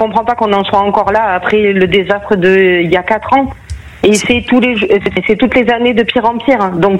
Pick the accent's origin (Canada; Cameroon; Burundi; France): France; south of France; Je suis du Sud, donc je sais de quoi je parle.